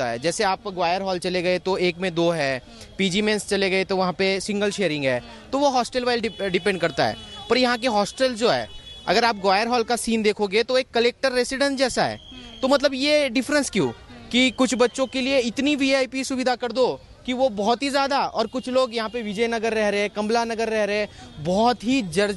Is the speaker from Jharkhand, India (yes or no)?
no; Maharashtra, India; now in Delhi, India; क्योंकि मैं महाराष्ट्र से आता हूँ, मेरा दिल्ली में कोई है नहीं